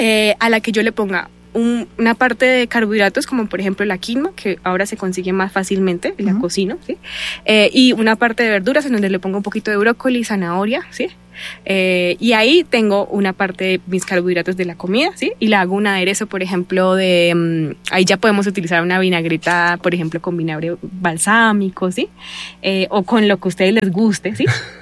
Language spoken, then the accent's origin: Spanish; Boyacá, Colombia; yo donde soy de Boyacá